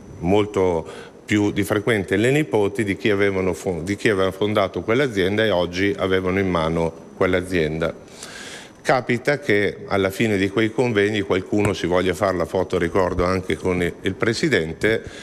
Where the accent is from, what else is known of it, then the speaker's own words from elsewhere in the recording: Emilia-Romagna, Italy; sono emiliano romagnolo e per me è fondamentale